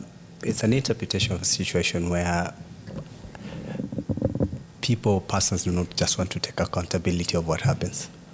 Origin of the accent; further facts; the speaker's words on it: Malava, Kakamega County, Kenya; because I come from Malava constituency